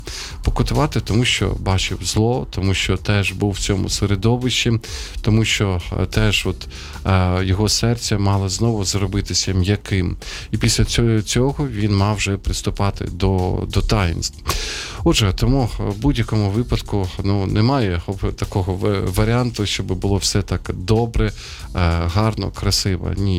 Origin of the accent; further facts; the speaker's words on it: Sumy, Sumy Oblast, Ukraine; moved away; був в Сумах, в моєму рідному місті